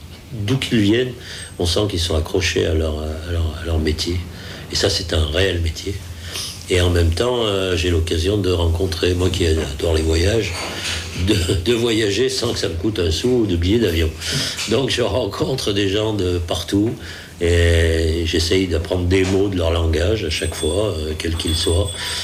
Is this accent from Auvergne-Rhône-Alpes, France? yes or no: yes; Grenoble, Auvergne-Rhône-Alpes, France; now in Sète, France; je suis montagnard, moi je viens des Alpes. Si, quand j'étais jeune, j'avais fait quelques camps de voile, mais payé par la ville de Grenoble à l'époque, parce que moi je suis grenoblois